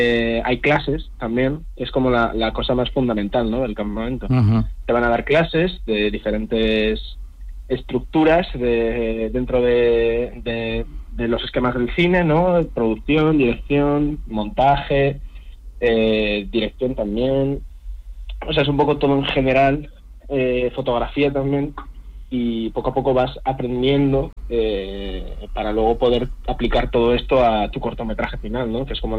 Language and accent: Spanish; Madrid, Community of Madrid, Spain; pero yo soy de Madrid